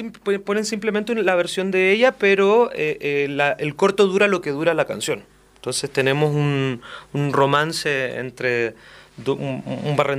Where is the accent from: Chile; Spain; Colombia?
Chile